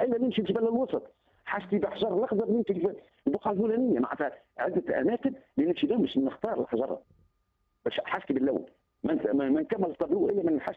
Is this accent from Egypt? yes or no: no; Tunisia; أنا كفنان تونسي ثاني مش خلي بصماتي كتونسي اللي عايش في القرن هذا